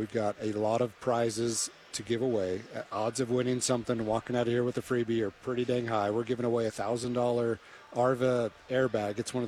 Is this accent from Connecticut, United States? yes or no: no; Idaho Falls, Idaho, United States; like I'm from Idaho Falls.